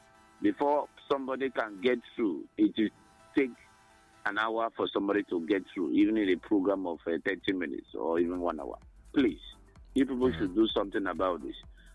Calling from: Nigeria; I'm calling from Babinimbo. Babinimbo is in Ozowani local government.

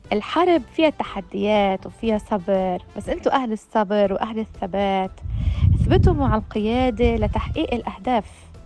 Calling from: South Lebanon, Lebanon; نحن قلال جنوب لبنان

